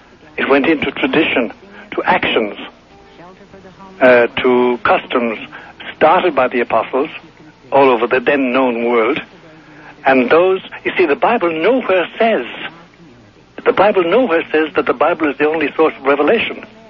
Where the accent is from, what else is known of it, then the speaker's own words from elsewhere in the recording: Ireland; moved away; I come from Ireland, you know, and sometimes I must say, because I can being Irish